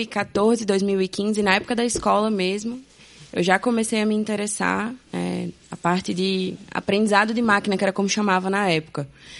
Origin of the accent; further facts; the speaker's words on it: Aracaju, Sergipe, Brazil; moved away as an adult; also born or lived in São Paulo; E o primeiro estado que eu fui morar, quando eu saí de Aracaju, foi em São Paulo.